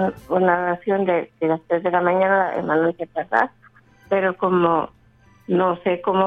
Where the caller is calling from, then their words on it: San Jacinto, La Libertad, El Salvador; De aquí de San Jacinto.